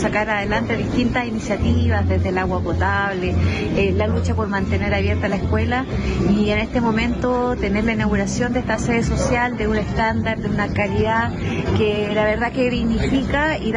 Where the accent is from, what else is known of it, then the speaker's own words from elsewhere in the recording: Yerbas Buenas, Maule, Chile; Coironal es el lugar donde yo nací y me crié dentro de la comuna de Hierbas Buenas.